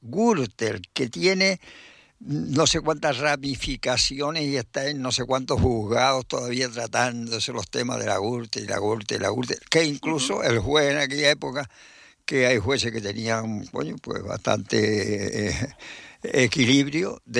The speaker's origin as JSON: {"language": "Spanish", "area": "Lanzarote", "region": "Canary Islands", "country": "Spain", "said": "yo en Lanzarote"}